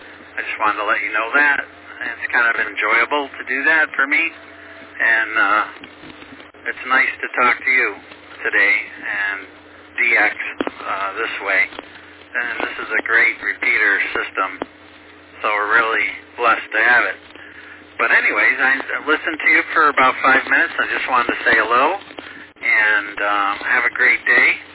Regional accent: Buffalo, New York, United States; I'm from Buffalo, New York, USA.

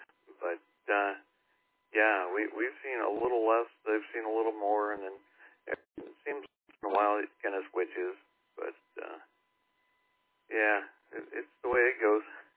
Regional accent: Kankakee, Illinois, United States; moved away; I'm originally from Kankakee, Illinois.

